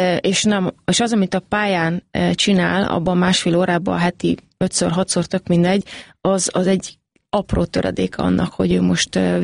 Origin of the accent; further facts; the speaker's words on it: Hungary; moved away; Amikor ide hazajöttem, a saját hazámba, ahonnan származok